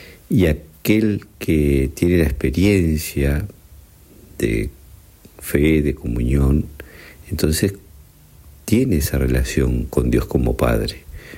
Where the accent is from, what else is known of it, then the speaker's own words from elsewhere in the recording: Uruguay; como uruguayos muchas veces nos pasa que decimos creo a mi manera